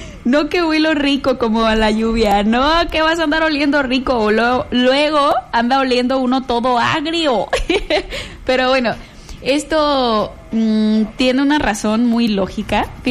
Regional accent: Mexico; ¿de qué aroma somos los mexicanos?

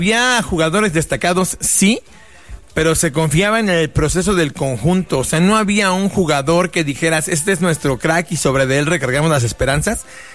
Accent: Mexico

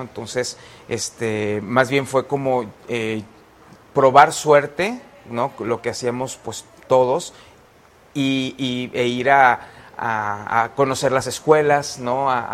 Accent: Tepic, Nayarit, Mexico; moved away as an adult; also born or lived in Mexico City; Y ya después en 2014 me trasladé aquí a mi tierra, pues a Tepic

